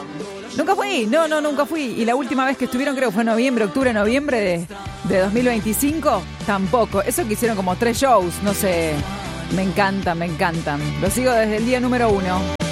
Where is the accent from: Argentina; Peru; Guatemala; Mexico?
Argentina; El mate nos define como argentinos.